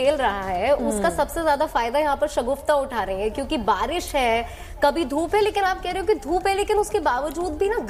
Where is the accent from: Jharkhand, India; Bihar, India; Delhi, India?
Delhi, India; also born or lived in Uttarakhand; मैं वैसे उत्तराखंड से, but born and brought up in Delhi